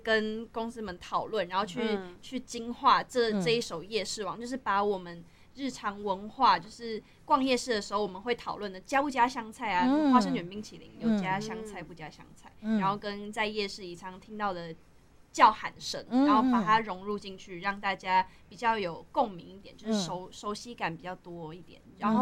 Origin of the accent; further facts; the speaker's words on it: South Korea; now in Taiwan; 那我是韩国人嘛？